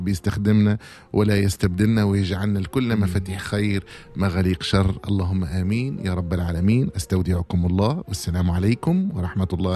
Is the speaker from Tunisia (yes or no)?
yes; Tunisia; نحن توانسة